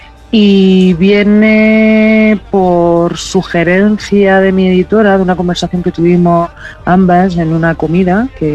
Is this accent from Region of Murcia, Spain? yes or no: yes; Region of Murcia, Spain; moved away as an adult; also born or lived in Granada; yo soy murciana, pero estudié en Granada.